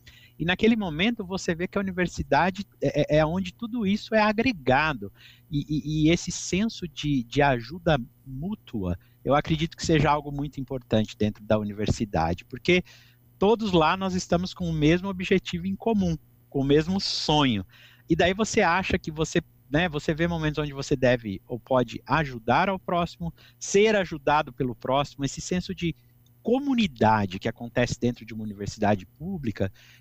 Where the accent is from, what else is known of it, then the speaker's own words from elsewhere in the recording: Bauru, São Paulo, Brazil; moved away as an adult; also born or lived in Araraquara; eu sou uma pessoa do interior. Eu sou nascido e criado em Bauru e me mudei para Araraquara para cursar a faculdade.